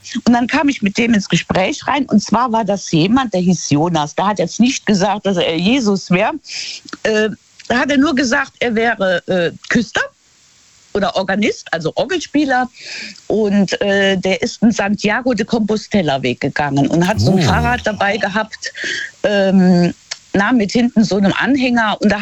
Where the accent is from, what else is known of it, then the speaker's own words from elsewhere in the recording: Luxembourg; dieses Gemeindekaffee heißt das bei uns in Luxemburg